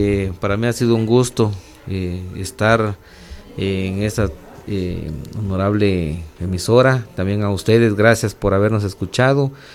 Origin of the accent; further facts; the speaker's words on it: Guatemala